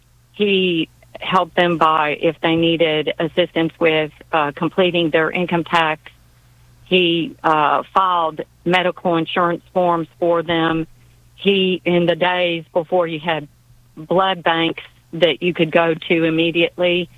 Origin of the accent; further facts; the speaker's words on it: Ely, Texas, United States; I'm actually from Ely, mm-hmm. Texas, which is about 20 miles east of Columbus.